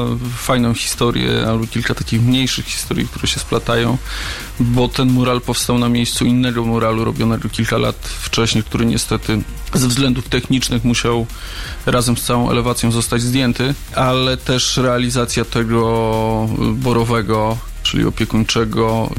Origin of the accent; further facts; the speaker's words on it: Bielsko-Biała, Silesian Voivodeship, Poland; bielszczanin z urodzenia, wychowania i większość życia spędziłem tutaj w Bielsku